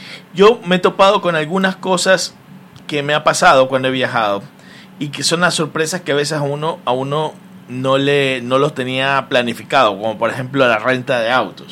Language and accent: Spanish; Ecuador; ¿A dónde puedo viajar siendo ecuatoriano?